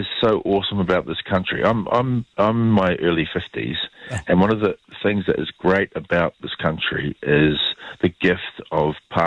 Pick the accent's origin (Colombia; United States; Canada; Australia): Australia; we come from a land that down under